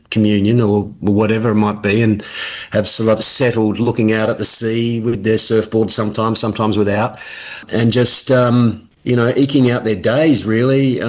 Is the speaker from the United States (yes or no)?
no; Adelaide, South Australia, Australia; growing up in Adelaide, the surf is marginal, close by.